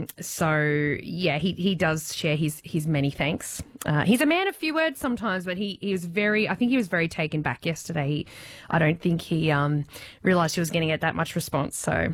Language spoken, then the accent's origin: English; Port Macquarie, New South Wales, Australia; Our Australian hopeful James Magnusson, who actually hails from Port Macquarie, represent my hometown, was our Australian hopeful.